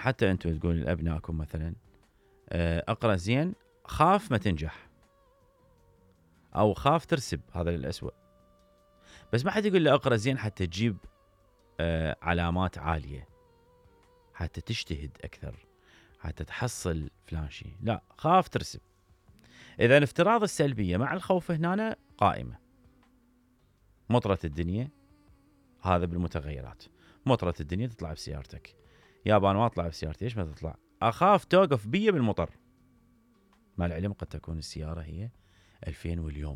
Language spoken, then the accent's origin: Arabic; Iraq; احنا كمجتمع عراقي وحالنا حال المجتمعات العربية